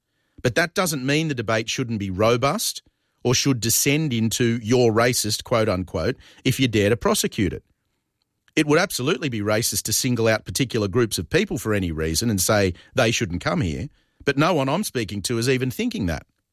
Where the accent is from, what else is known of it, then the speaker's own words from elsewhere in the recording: Australia; I encourage anyone to look into the process as an Australian of how hard it is to emigrate to the US